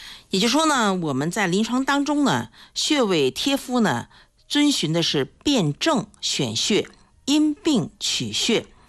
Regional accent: China

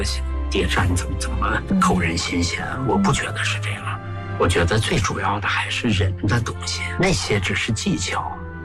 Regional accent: Heilongjiang, China; 就因为我本身是黑龙江人嘛，小时候文物多，我对那块土地特别熟悉嘛。

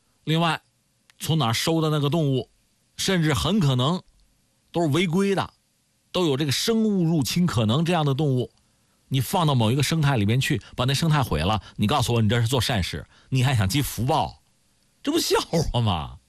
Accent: China

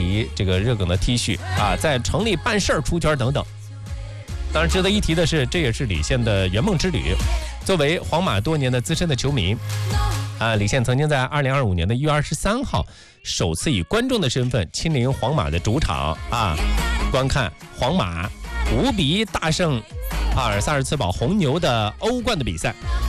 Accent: China

